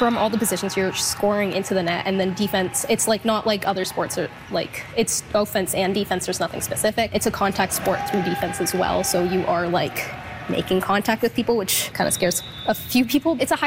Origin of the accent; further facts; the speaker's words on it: Egypt; now in Saskatchewan, Canada; I'm originally from Egypt